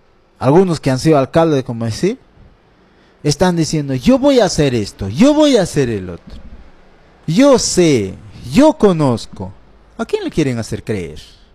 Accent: Peru

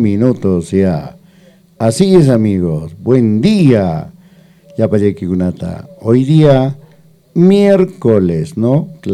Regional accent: Peru

